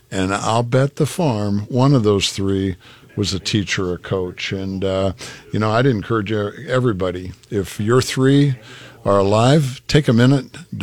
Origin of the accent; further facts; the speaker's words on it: Columbus, Nebraska, United States; born or raised there